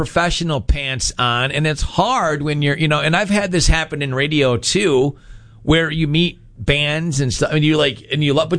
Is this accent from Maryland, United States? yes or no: no; Rochester, New York, United States; I grew up in the Rochester area.